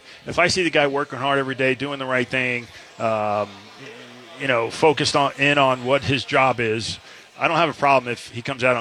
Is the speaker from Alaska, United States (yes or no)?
no; Long Island, New York, United States; I grew up on Long Island